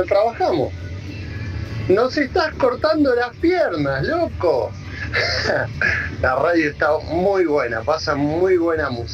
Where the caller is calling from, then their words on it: Villa Madero, Buenos Aires Province, Argentina; de Villa Madero